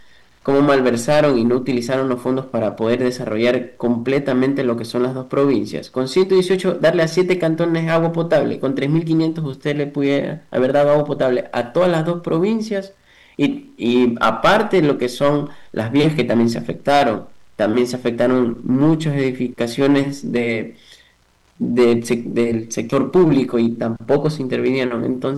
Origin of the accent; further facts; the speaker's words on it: Manabí, Ecuador; yo, que soy manabita